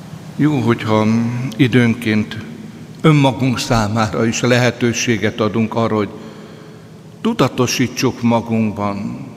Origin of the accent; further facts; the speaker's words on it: Hungary; magyar vagyok és keresztény.